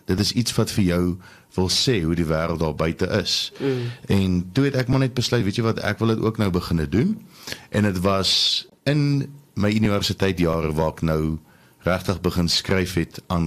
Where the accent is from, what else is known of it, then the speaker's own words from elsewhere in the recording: Alberton, Gauteng, South Africa; So, ek is gebore, ek kom eintlik oorspronklik van Alberton af, daar skool gegaan op Hoërskool Alberton en vandaar het ek drama en film gaan studeer by TUT.